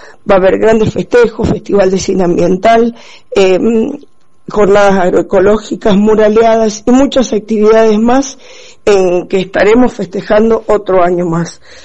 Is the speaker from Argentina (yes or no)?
yes; Mendoza, Argentina; de Mendoza y quería contarles algunas novedades desde nuestro lugar.